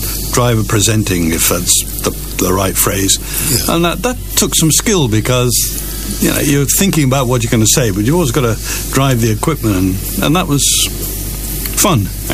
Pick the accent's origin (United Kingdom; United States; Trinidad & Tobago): United Kingdom; Ross-on-Wye, West Midlands; it might have been Ross-on-Wye, I don't know, because that was my hometown